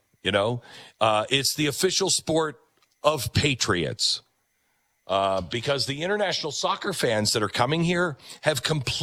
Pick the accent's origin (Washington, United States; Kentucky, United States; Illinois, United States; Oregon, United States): Kentucky, United States